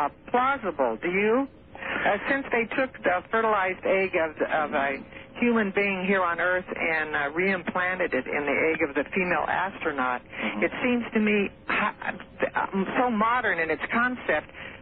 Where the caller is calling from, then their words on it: Grants Pass, Oregon, United States; I'm calling from Grants Pass, Oregon.